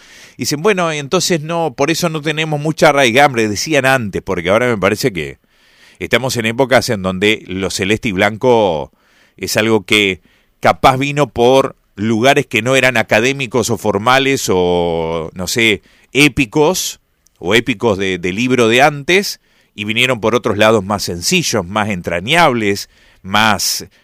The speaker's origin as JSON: {"language": "Spanish", "country": "Argentina"}